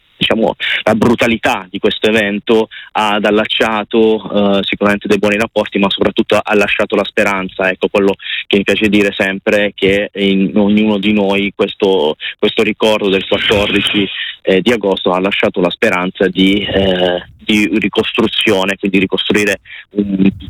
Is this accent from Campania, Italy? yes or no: no; Taranto, Apulia, Italy; moved away; io sono originario di Taranto